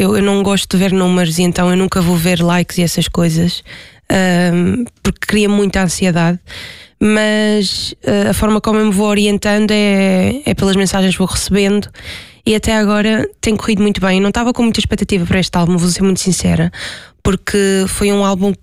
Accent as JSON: {"language": "Portuguese", "town": "Ponta do Sol", "region": "Madeira", "country": "Portugal", "moved": "as an adult", "lives_now": "Lisbon, Portugal", "said": "Então, eu sou da Ponta de Sol da Madeira, a Ilha da Madeira. Tenho 27 anos."}